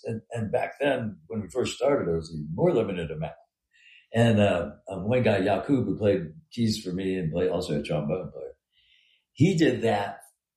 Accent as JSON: {"language": "English", "town": "Dayton", "region": "Ohio", "country": "United States", "tie": "born or raised there"}